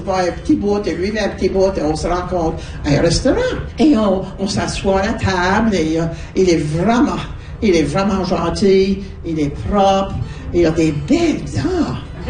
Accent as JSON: {"language": "French", "town": "Baie-Sainte-Marie", "region": "Nova Scotia", "country": "Canada", "said": "Ben moi, je viens de Baie-Sainte-Marie."}